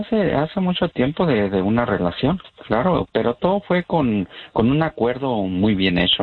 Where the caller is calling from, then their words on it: Torreón, Coahuila, Mexico; soy de acá, del estado de acá de Torreón, Coahuila.